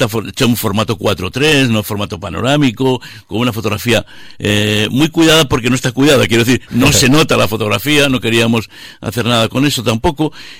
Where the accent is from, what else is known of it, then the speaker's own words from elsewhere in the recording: Canales de la Sierra, La Rioja, Spain; Y dio la casualidad que iba al teatro de mi pueblo, de Canales de la Sierra, entre hacer una actuación